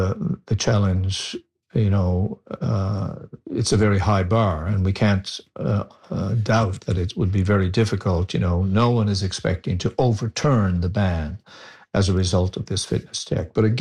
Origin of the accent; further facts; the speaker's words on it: Newfoundland and Labrador, Canada; as a Newfoundlander